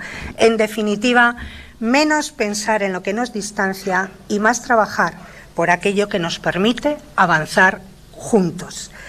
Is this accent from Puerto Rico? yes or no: no; Cantabria, Spain; lo hacemos sintiéndonos orgullosos de lo que somos, cántabros y españoles